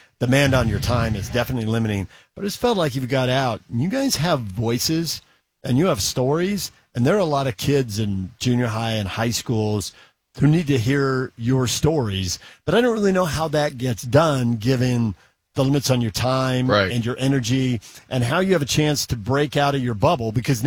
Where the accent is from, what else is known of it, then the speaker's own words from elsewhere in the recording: California, United States; now in Utah, United States; I grew up in California